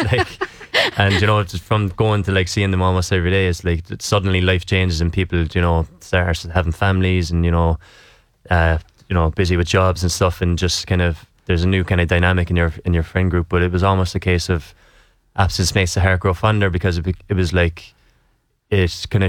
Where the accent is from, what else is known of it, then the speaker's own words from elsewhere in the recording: Cobh, Munster, Ireland; it's very specific to Cove, where me and Peter live and grew up.